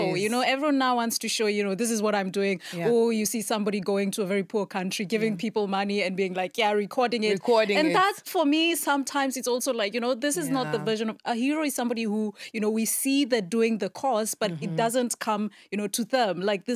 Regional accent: Kenya; And I am a runner because I'm Kenyan.

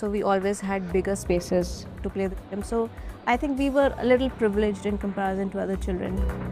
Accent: Karachi, Sindh, Pakistan; I'm from Karachi, Pakistan, and I'm a marketer.

